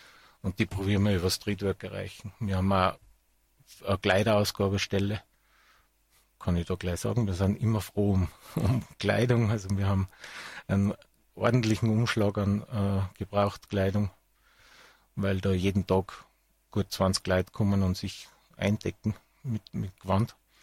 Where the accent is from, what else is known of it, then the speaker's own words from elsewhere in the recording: Salzburg, Austria; moved away as an adult; now in Innsbruck, Austria; bin aus Salzburg nach Tirol, Innsbruck, um die Sozialakademie zu machen. Vor 30 Jahren bin ich ungefähr gekommen, seither bin ich da.